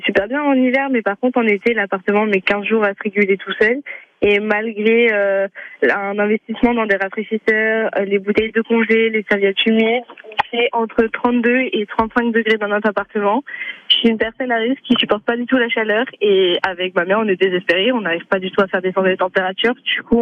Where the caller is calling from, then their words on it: Rochecorbon, Centre-Val de Loire, France; j'habite à Rochecorbon depuis un an.